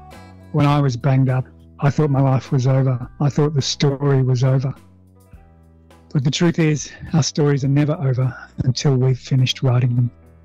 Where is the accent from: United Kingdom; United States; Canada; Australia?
Australia; Wagin, Western Australia; now in Manjimup, Australia; I'm a Wadjala from Wagin in Western Australia, a little town in the middle of nowhere. I'm coming to you from Manjimup in the southwest of Western Australia.